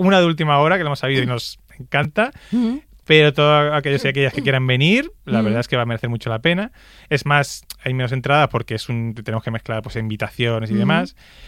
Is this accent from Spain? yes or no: yes; Madrid, Community of Madrid, Spain; yo como ningún madrileño y madrileña está acostumbrado a pasarse por allí